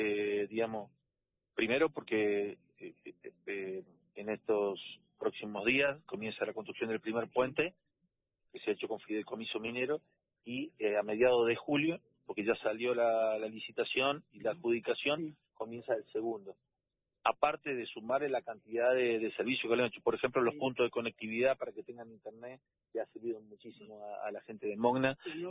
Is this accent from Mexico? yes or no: no; San Juan, Argentina; Pues somos todos sanjuaninos